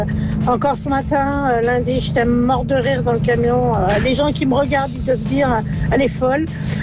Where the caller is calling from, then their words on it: Brittany, France; de Bretagne.